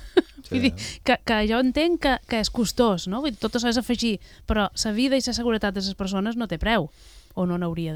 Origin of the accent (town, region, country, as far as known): Menorca, Balearic Islands, Spain